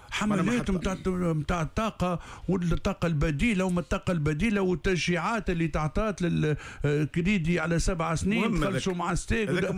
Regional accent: Tunisia

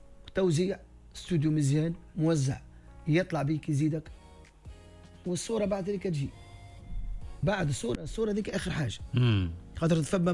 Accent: El Hamma, Gabès Governorate, Tunisia; moved away; لأنني من الحامة مش من قابس.

